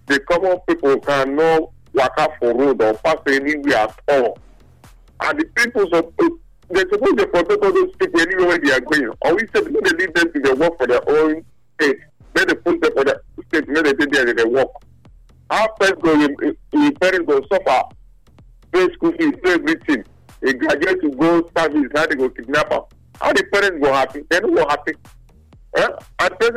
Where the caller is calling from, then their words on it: Owerri, Imo, Nigeria; I'm calling from Owerri.